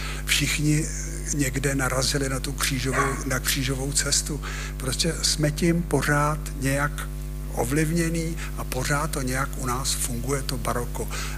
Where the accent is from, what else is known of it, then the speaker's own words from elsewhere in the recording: Prague, Czechia; A my jsme vyrůstali na Malý Straně